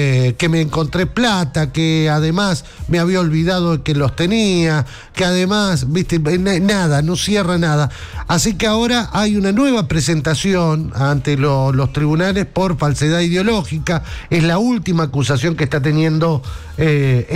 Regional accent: Argentina; Pero ¿cómo somos los argentinos también en eso?

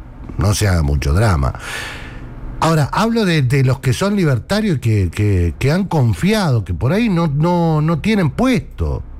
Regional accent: Argentina; No me priorizás como ciudadano argentino.

